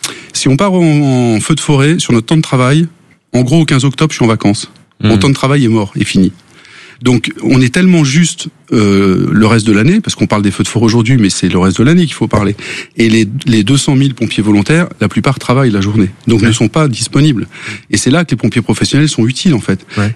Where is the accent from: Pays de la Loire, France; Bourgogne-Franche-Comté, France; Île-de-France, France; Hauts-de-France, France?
Bourgogne-Franche-Comté, France; Chablis; le Chablis, ce n'est pas de l'alcool. Donc, je suis de là-bas